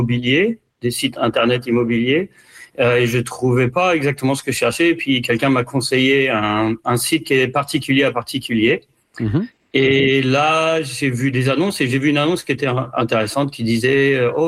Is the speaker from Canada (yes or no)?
yes; Canada; moved away as an adult; J'ai dit ok, on est Canadien, on vient habiter en France pendant un an.